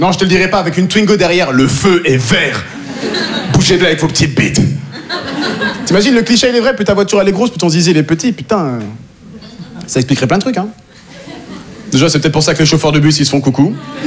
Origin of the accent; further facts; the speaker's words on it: La Barre-de-Monts, Pays de la Loire, France; born there; also born or lived in Normandy; J'étais là, ben, 110 avenue de l'Estacade, 85 550, la barre de Montfromentine.